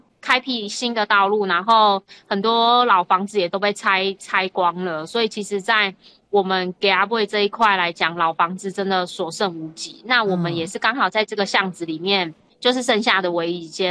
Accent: Taiwan

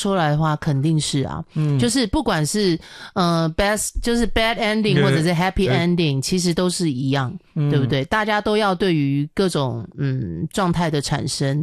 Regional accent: Taipei, Taiwan; 所以以我一个在台北生活的这样，因为我们从小可能就是在台北长大

